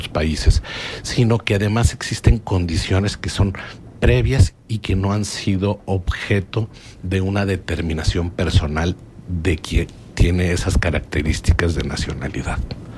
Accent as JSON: {"language": "Spanish", "town": "Torreón", "region": "Coahuila", "country": "Mexico", "tie": "born there", "said": "yo nací en Torreón, pero yo no escogí nacer en Torreón. Me encanta esta ciudad, he vivido aquí muchos años de mi vida y no cambiaría mi residencia por algún otro motivo."}